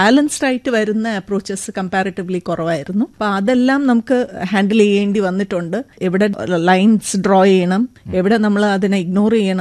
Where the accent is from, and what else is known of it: Bokaro, Bihar, India; born or raised there